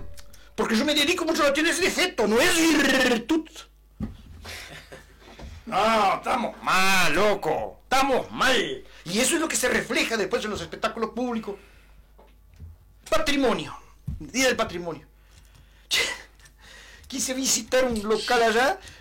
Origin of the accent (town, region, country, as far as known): Uruguay